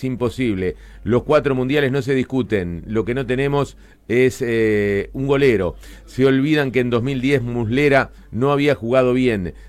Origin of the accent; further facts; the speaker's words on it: Argentina; Soy argentino, creo que Uruguay tiene 4 mundiales.